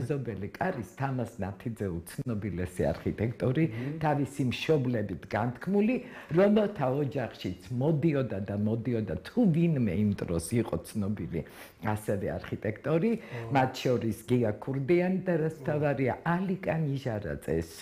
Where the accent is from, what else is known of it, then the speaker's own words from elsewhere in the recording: Tbilisi, Georgia; მრავალუბნელი ვარ. დავიბადე ბელინსკის ქუჩაზე. 22 ნომერში.